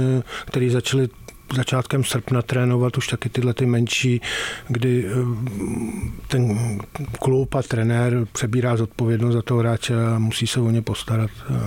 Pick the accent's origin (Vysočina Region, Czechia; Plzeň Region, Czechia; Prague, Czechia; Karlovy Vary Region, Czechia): Prague, Czechia; jsem z Prahy, celý život jsem prožil v Praze